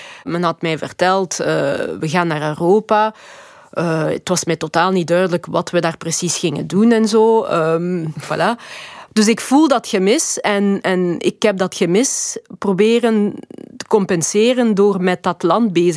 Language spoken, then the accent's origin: Dutch; DR Congo; first language Lingala; Dutch is a second language; Lingala is eigenlijk mijn moedertaal. Een moedertaal die ik vandaag niet meer zo goed spreek. Ik spreek beter Nederlands dan Lingala